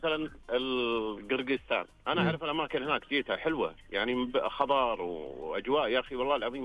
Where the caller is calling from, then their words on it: Riyadh, Riyadh Province, Saudi Arabia; من الرياض